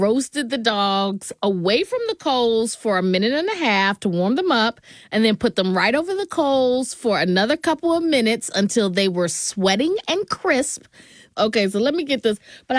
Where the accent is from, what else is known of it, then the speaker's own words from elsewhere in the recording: North Carolina, United States; So in North Carolina, we eat our hot dogs with mustard, chili, and coleslaw, and maybe onions.